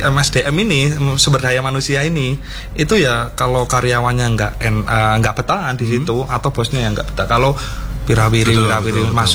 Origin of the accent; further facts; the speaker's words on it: Malang, East Java, Indonesia; also born or lived in Wonogiri; Tapi kalau dari kecil memang sekolahnya di Malang.